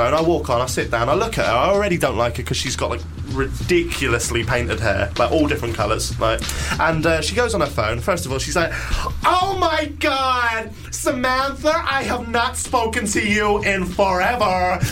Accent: United Kingdom; the only reason I didn't is because I'm so British.

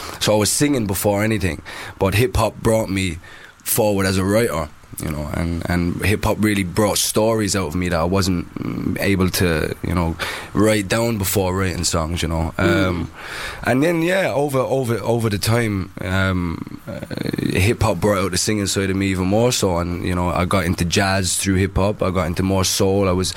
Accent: Ireland; We as an Irish hip hop MC and being brought up in that UK hip hop was a massive influence

